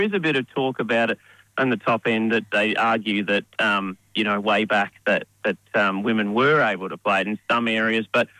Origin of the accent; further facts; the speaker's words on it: Hamilton, Victoria, Australia; now in southeast Queensland, Australia; Yes, I'm actually from country Victoria, Western Victoria. So I grew up near Hamilton, sort of between Hamilton and Port Fairy. My parents moved back there, actually.